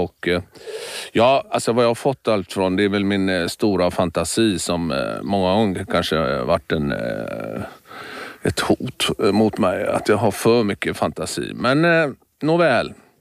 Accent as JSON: {"language": "Swedish", "town": "Gothenburg", "region": "Västra Götaland County", "country": "Sweden", "tie": "born or raised there", "said": "Jag var född och uppvuxen i Göteborg och i Bohuslän, så var ju havet aldrig långt borta."}